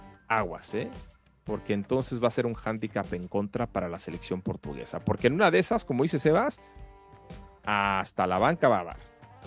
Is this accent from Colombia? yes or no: no; Mexico